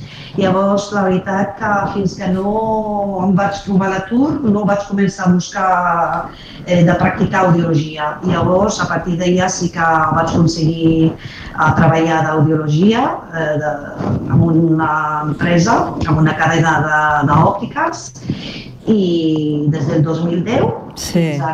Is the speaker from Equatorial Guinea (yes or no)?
no; Morocco; first language Arabic; Catalan is a second language; moved away as an adult; now in Catalonia, Spain; he vingut del Marroc parlant àrab i francès, perquè estudiem tota la vida en francès, bilingüe